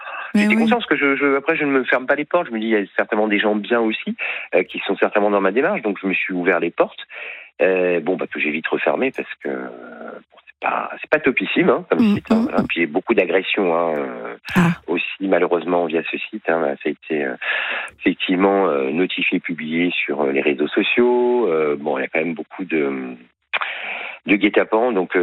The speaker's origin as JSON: {"language": "French", "town": "Paris", "region": "Île-de-France", "country": "France", "lives_now": "Marseille, France"}